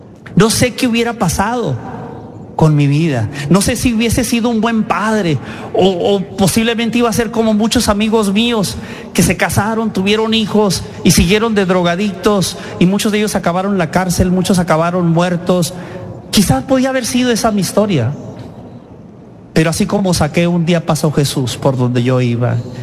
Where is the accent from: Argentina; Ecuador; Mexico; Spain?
Mexico